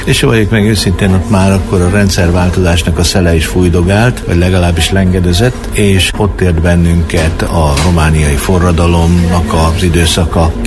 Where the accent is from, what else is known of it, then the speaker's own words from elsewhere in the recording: Bükkaranyos, Borsod-Abaúj-Zemplén, Hungary; Ha nem is a Bükkbe, de a Bükk alján, Bükk Aranyos nevű településen nőttem fel, nőttem fel valóban lelkész családban